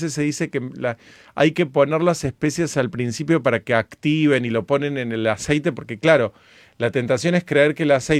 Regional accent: Córdoba, Argentina; Coprovinciana.

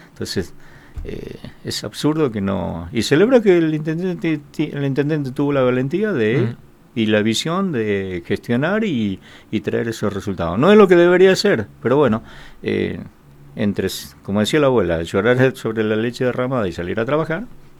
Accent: Bahía Blanca, Buenos Aires Province, Argentina

